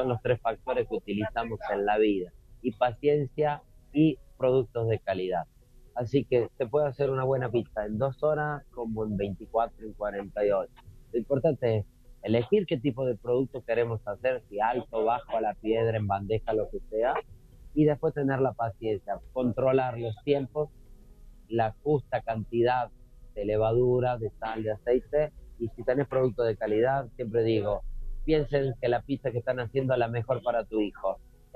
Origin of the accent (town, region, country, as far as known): Córdoba, Argentina; now in Rome, Italy